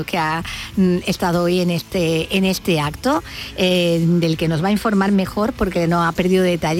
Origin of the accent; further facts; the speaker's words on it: Andalusia, Spain; los que nos han representado a nosotros como andaluces